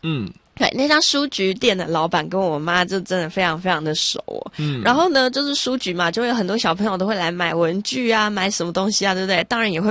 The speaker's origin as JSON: {"language": "Chinese", "country": "Taiwan", "said": "可是我身为一个台湾人竟然现在才认识它哦"}